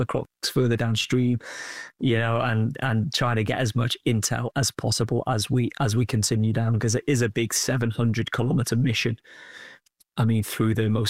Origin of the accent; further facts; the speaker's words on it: Old Colwyn, Wales, United Kingdom; that was very much me, you know, growing up in North Wales in Old Colwyn, you know, a place no one really knows